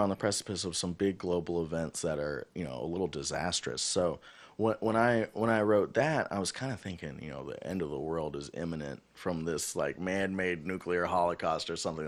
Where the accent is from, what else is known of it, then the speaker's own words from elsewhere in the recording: Murfreesboro, Tennessee, United States; Yeah, so we're kind of from the Murfreesboro, Nashville area.